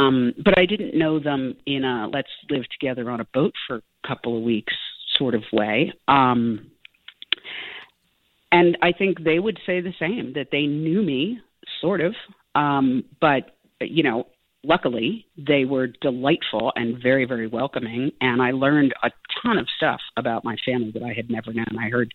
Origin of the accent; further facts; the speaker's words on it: East Coast, United States; I grew up on the East Coast.